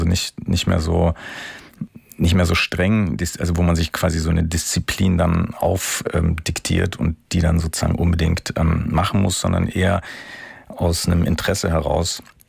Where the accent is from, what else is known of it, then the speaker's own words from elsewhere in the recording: Munich, Bavaria, Germany; ich bin in München zur Schule gegangen